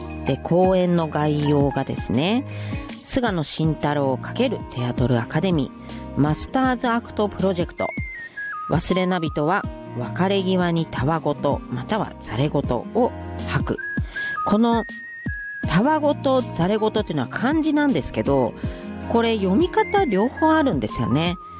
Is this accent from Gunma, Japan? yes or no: yes; Gunma, Japan; 私群馬なんです